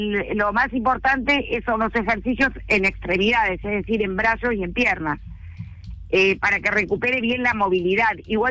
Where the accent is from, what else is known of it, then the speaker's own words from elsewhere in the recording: Dolores, Buenos Aires Province, Argentina; si sale la corte igual que la semana pasada, por ejemplo, en mi pueblo Dolores, entonces se podría vender todo el pueblo a los extranjeros